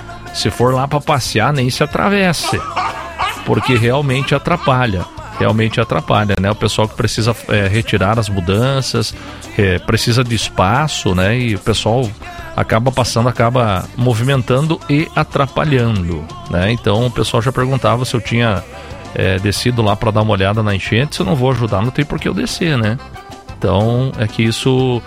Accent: Brazil; Eu me criei ali na Vila Argentina, né, na casa da minha mãe. E ali é um dos primeiros lugares que pega enchente

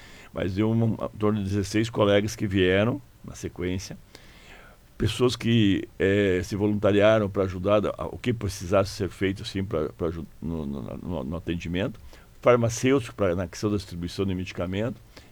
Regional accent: Curitiba, Paraná, Brazil; moved away as an adult; now in Cascavel, Brazil; Sou de Curitiba. Veio de Curitiba. Formado, criado e de lá direto para Cascavel.

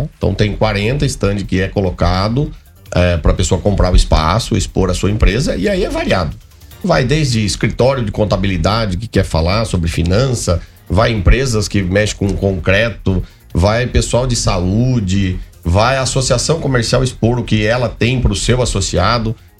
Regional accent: Paranapanema, São Paulo, Brazil; moved away as an adult; also born or lived in Itaí; now in Piraju, Brazil; É, nós temos a loja Itaí, Paranapanema, então a família é envolvida ali naqueles dois municípios. E hoje, em razão da profissão, né, como você mencionou, estou no consórcio, é de municípios, no Anvapa, então vim morar em Piraju, já estou há um ano aqui

